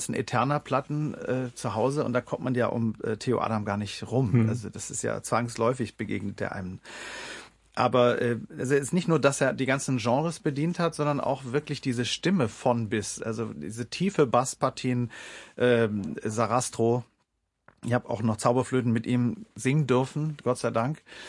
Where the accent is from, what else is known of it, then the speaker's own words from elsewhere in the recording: West Germany, Germany; Ich bin ja im Westen groß geworden.